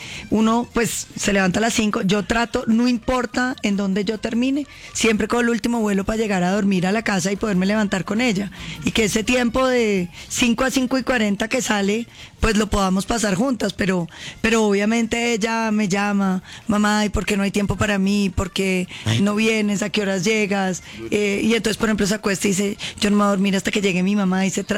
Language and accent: Spanish; Popayán, Cauca, Colombia; Yo soy de Popayán.